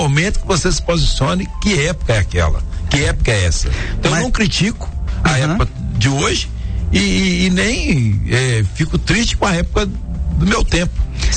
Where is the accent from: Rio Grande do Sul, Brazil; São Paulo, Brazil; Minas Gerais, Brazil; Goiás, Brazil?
Minas Gerais, Brazil; Timóteo; Nasci em Timóteo, em 1963, né?